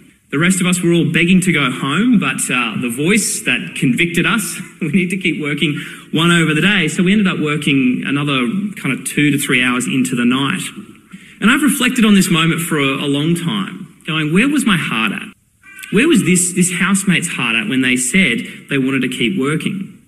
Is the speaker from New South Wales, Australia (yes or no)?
no; Brisbane, Queensland, Australia; Brisbane, my hometown